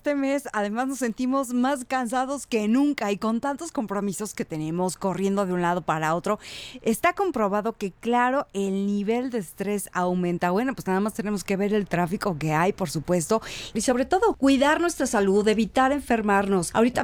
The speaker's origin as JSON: {"language": "Spanish", "country": "Mexico", "said": "Como ingeniosos que somos los mexicanos"}